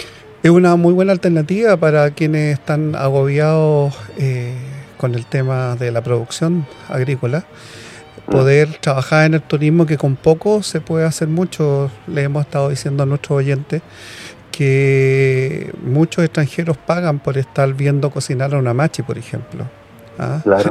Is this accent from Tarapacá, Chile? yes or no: no; Santiago, Santiago Metropolitan Region, Chile; como santiaguino de tomo y lomo